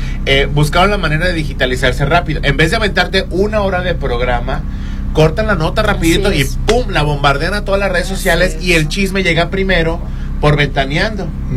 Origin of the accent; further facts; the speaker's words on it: Mexico; los que somos mexicanos